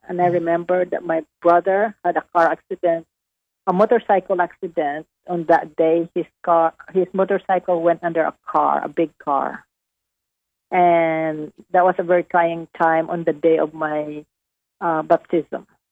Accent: Western Visayas, Philippines; moved away as an adult; now in Dallas, United States; Negros Occidental. It's Visayas. It's in the middle part of the Philippines

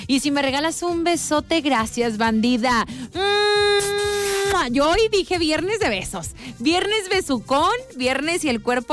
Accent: Jalisco, Mexico; now in Baja California Sur, Mexico; Yo soy de Tepatitlán, de Morelos, Jalisco. Pero acá andamos de bandidos en Los Cabos.

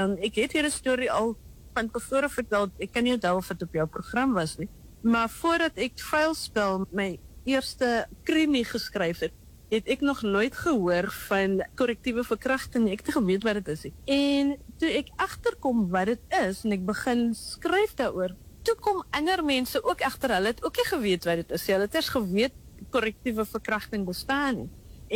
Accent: Grabouw, Western Cape, South Africa; Ek het op Grabouw groot geword, waar ek nou weer bly, ek was vir lang tyd bly.

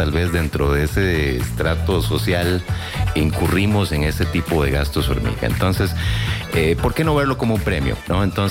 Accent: Costa Rica; dentro de lo que somos los ticos y nuestra cultura

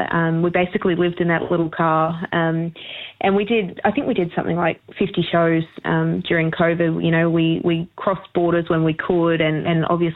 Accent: Townsville, Queensland, Australia; I'm from Townsville

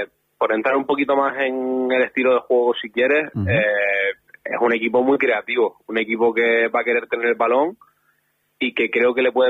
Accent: Las Palmas de Gran Canaria, Canary Islands, Spain; accent: Canarian; yo soy de Las Palmas, he crecido en Las Palmas

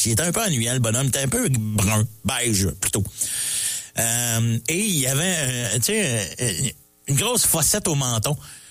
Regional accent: Mont-Saint-Hilaire, Quebec, Canada; Moi, je viens de Saint-Hilaire, puis en face de la polyvalente, t'as de la montagne de Mont-Saint-Hilaire, puis t'as une paroi rocheuse.

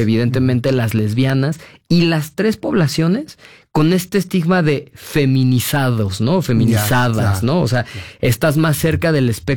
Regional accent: Mexico

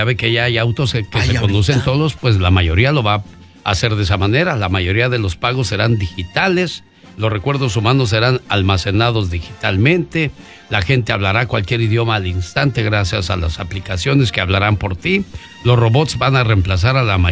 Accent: Corral Falso, Guerrero, Mexico; moved away; Hablo por mi pueblo, porque yo voy y veo las cosas.

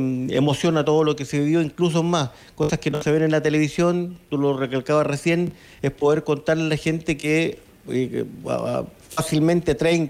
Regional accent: Chile; uno como chileno

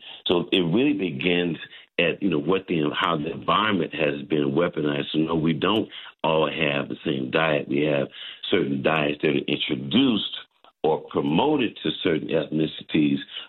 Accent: Oklahoma, United States; I'm from Oklahoma

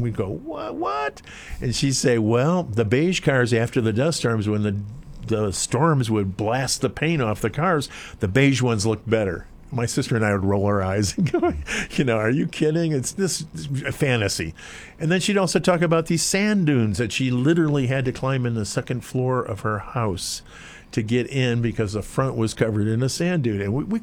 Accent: Chicago, Illinois, United States; When we were kids, my sister and I, my mom used to tell stories. And we grew up in Chicago.

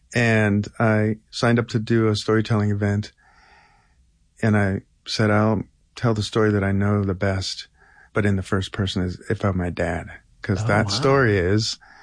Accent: Cuyahoga Falls, Ohio, United States; moved away; I grew up in Akron, Ohio. Well, just outside of Akron, Ohio.

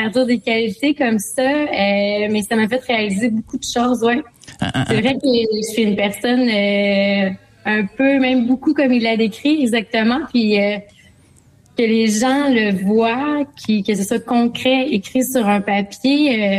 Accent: Lille, Hauts-de-France, France; J'ai grandi à Lille, oui, entourée de champs de fraises, mais entourée d'un grand jardin.

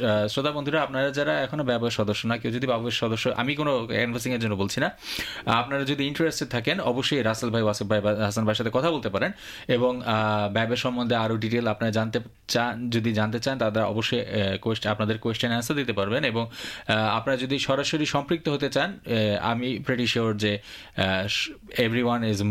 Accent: Bangladesh; now in Australia; আমরা বাঙালি, আমরা বাংলাদেশ থেকে এসেছি, কিন্তু আমরা কিন্তু একই সাথে অস্ট্রেলিয়ান নাগরিকও

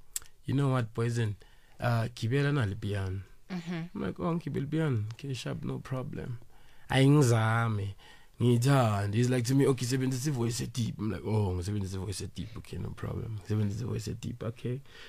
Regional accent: Soweto, Gauteng, South Africa; Yeah. I was born and raised in Soweto.

